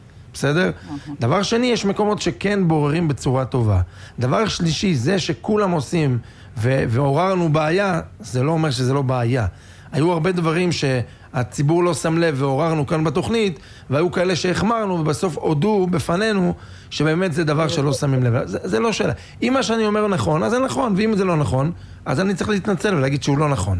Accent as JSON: {"language": "Hebrew", "town": "Netanya", "region": "Central District", "country": "Israel", "tie": "born or raised there", "said": "אני גדלתי בנתניה, אני יודע בדיוק מה אני אומר."}